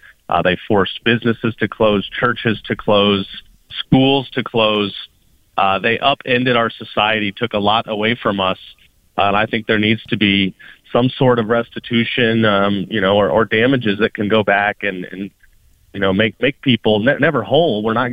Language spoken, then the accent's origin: English; United States; as an American people